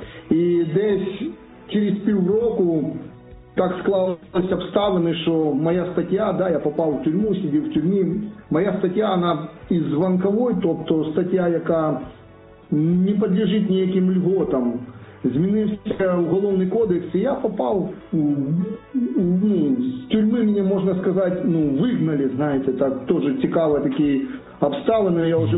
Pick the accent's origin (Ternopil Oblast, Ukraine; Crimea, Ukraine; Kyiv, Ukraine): Crimea, Ukraine; Feodosia; born there; Я народився в місті Феодосія, це Крим, це зараз тимчасово окупована територія.